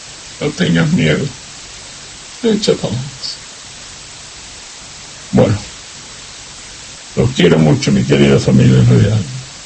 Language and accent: Spanish; Seville, Andalusia, Spain; born there; moved away; en Sevilla cuando yo me estaba criando. Mi adolescencia fue en Sevilla, España.